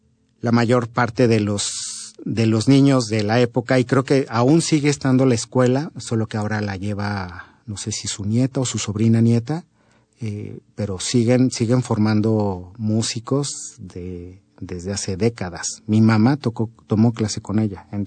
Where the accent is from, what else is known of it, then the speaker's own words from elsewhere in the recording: Mexico; soy compositor mexicano